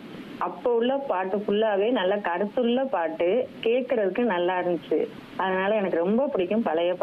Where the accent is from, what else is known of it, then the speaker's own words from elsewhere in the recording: Ramanathapuram district, Tamil Nadu, India; ராமநாதபுரம் மாவட்டத்துல தான் பிறந்து வளர்ந்தேன்.